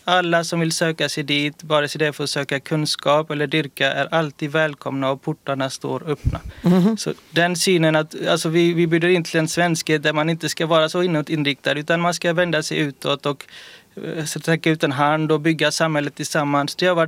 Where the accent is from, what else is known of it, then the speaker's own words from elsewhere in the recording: Gothenburg, Västra Götaland County, Sweden; born there; Jag föddes 88 i Göteborg och minns med värme alla dagar, alla timmar.